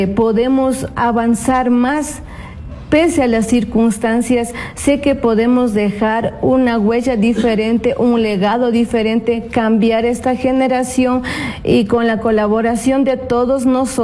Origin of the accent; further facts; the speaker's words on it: Otavalo, Imbabura, Ecuador; Otavalo, porque yo soy de aquí prácticamente, es mi tierra.